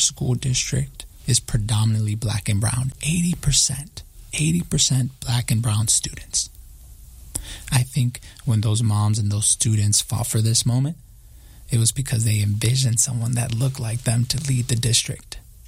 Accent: Chicago, Illinois, United States; these issues very intimately as a student, but also as a special education teacher, and also just as a Chicagoan.

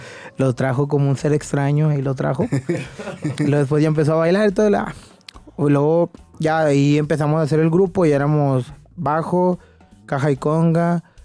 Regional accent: Guadalupe, Nuevo León, Mexico; De acá, de la Nuevo Milenio. Mejor conocido como El Ranchito, ¿verdad? Ahí en Guadalupe, Nuevo León, ahí en Monterrey.

